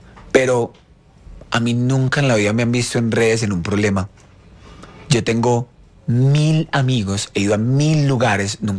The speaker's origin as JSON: {"language": "Spanish", "country": "Colombia", "moved": "yes", "said": "en Colombia, que es mi país de origen."}